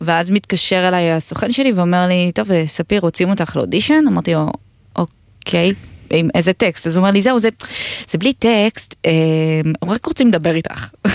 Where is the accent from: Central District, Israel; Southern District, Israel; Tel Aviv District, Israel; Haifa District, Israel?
Central District, Israel; Petah Tikva; born there; also born or lived in Yehud; ועברנו לגור מפתח תקווה ליהוד בתיכון.